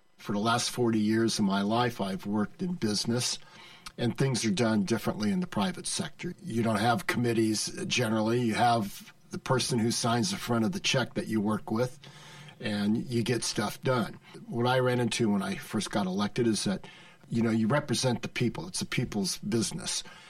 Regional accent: Modesto, California, United States; I was raised here in Modesto, attended Stanislaus Union, Grace M. Davis High School

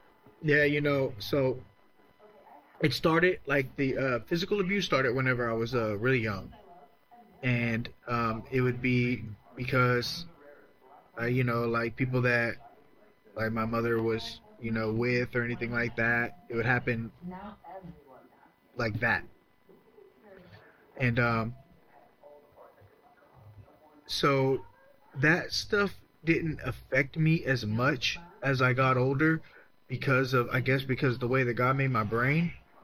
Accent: Mississippi, United States; also born or lived in Virginia / Louisiana; But I didn't go, we moved to Mississippi. I spent all my childhood in Mississippi, like right there on the coast, Long Beach, Gulfport, Socia, Lyman, all over that little area. And then my teen years, I was in Louisiana, I lived in Louisiana.

